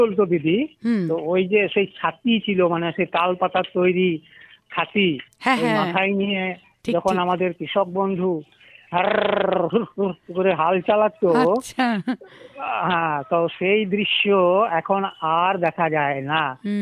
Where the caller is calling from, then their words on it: Dubrajpur, West Bengal, India; আমি বীরভূম জেলার দুবরাজপুর থেকে